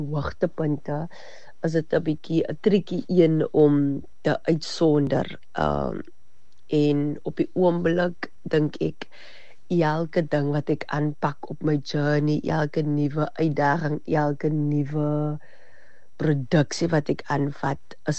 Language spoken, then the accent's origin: Afrikaans; George, Western Cape, South Africa; ek is alipad van George. Ek het groot geraak in Rosemore.